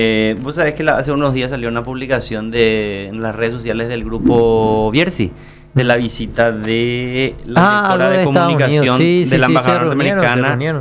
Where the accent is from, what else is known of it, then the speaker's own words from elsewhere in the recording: Asunción, Paraguay; Itaputapunta, mi querido barrio, mi patria chica de Itaputapunta.